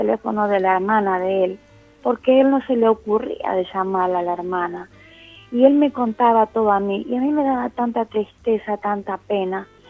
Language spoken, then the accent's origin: Spanish; San Cristóbal, Argentina; De acá, de San Cristóbal.